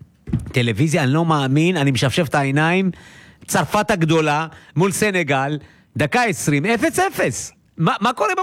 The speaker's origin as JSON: {"language": "Hebrew", "town": "Arad", "region": "Southern District", "country": "Israel", "said": "אני גם מערד"}